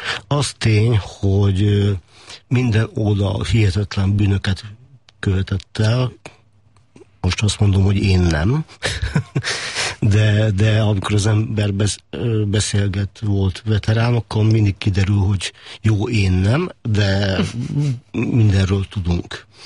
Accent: Vojvodina, Serbia; és ugye vajdasági magyar származású vagyok, a mi falunkba is érkeztek koszovói, albán

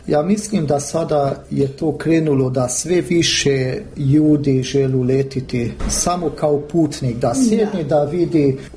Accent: Burgenland, Austria; Sa Hrvatskom sam ja, zbog toga da sam gradišćanski Hrvat, hvala Bogu dosta dobro naučio hrvatski.

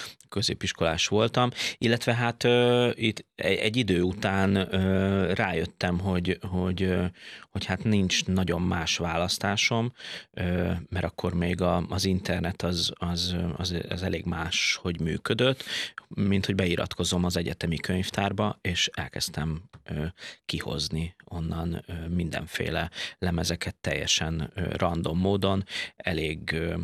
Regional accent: Pécs, Baranya, Hungary; Én pécsi születésű vagyok

